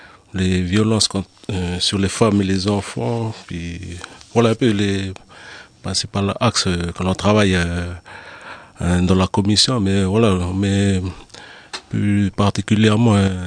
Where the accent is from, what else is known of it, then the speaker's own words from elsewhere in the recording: Hienghène, North Province, New Caledonia; je suis originaire de Waré, à Yengen.